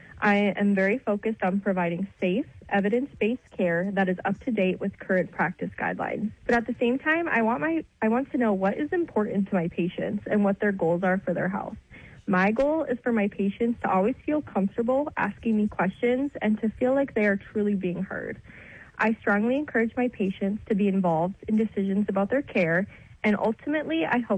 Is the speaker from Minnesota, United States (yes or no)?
yes; Hibbing, Minnesota, United States; I'm originally from Hibbing.